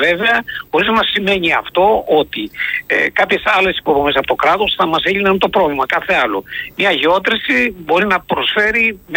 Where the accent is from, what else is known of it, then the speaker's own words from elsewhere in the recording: Mani, Peloponnese, Greece; την πατρίδα μου τη Μάνη, το Δήμο Ανατολικής Μάνης